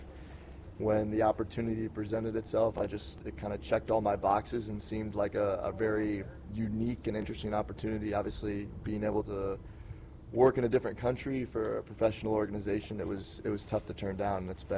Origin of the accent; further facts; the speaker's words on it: Iowa, United States; I was able to land up in my home state. It's obviously a whole lot different from the DR, but it's good to be able to see my family a lot more.